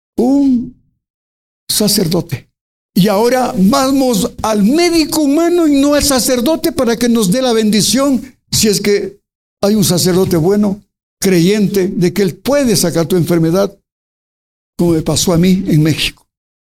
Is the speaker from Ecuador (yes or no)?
yes; Ecuador; querido sacerdote, soy extranjero, soy ecuatoriano, y me ahogo, ¿no?